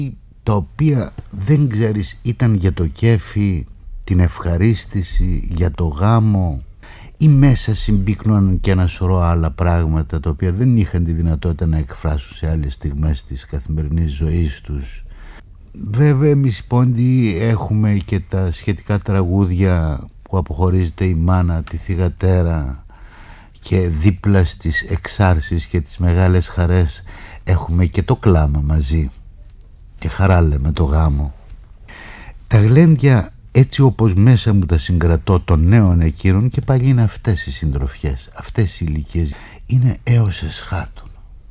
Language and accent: Greek; Central Macedonia, Greece; born there; από τα παιδικά μου χρόνια στο χωριό, όταν έρχονται τα γρυβάδια και οι γουλιανοί από την Κερκίνη.